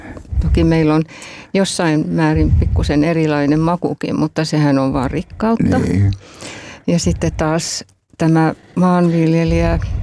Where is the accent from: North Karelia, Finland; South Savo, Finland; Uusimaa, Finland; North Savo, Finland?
North Karelia, Finland; Joensuu; also born or lived in Eno; Mä itse synnyin Enossa. No niin. Isäni toimi luotsina siellä Ahvenisella. Joo. Ja mä olin vajaa 6-vuotias, kun muutettiin sitten Joensuuhun.